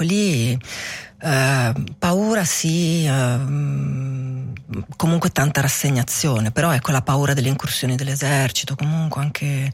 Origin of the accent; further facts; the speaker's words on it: Switzerland; io vengo dalla Svizzera